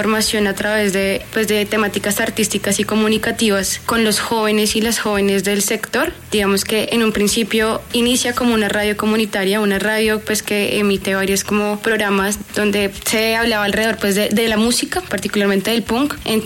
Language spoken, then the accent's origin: Spanish; Bogotá, Colombia; Viví y crecí en el Codito toda mi vida